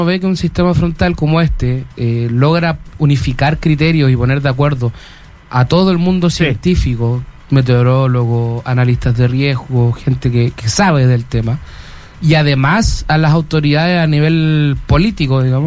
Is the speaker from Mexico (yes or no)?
no; Chile; sabemos nosotros muy bien como chilenos qué implica eso